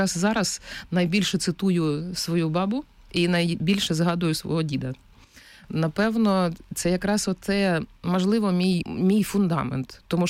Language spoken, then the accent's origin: Ukrainian; Shulhynka, Luhansk Oblast, Ukraine; first language Ukrainian; also born or lived in Novoaidar; Народилась я на півночі Луганщини, це більш така, звісно, переважно Слобожанщина, в селищі міського типу Новайдар, але все своє життя провела в Шульгінці, тому що мої батьки звідти родом, баба з дідом, які мене виховували до школи